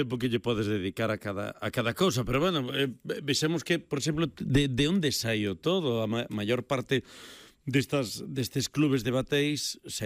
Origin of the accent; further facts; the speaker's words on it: Galicia, Spain; Non son da Mariña, son da Costa da Morte.